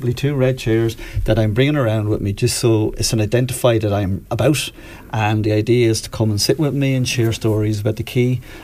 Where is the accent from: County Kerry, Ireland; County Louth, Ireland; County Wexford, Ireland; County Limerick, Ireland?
County Wexford, Ireland; Wexford; I grew up in Corish Park, so we were up on the hill.